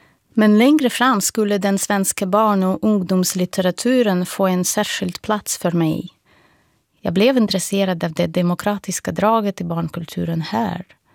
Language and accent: Swedish; Moscow, Russia; Swedish is a second language; Förmodligen började jag med svenska för att det kändes som en någorlunda exotisk språk. Jag är uppvuxen i Moskva och visste inte så mycket om norra Europa.